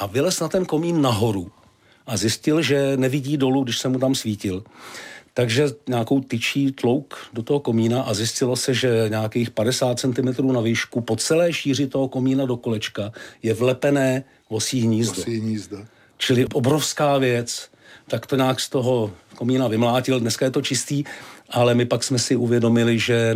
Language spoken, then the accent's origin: Czech; Ukraine; now in Czechia; Že dávno, dávno, jak jsem chodili Ukrajinci hledat práci, hledat výdělek, tak se tady přímo v obci objevil příbuzný někoho, kdo už tady byl.